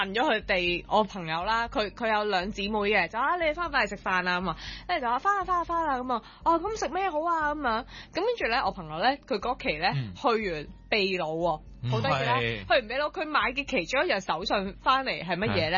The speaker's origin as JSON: {"language": "Cantonese", "country": "Hong Kong"}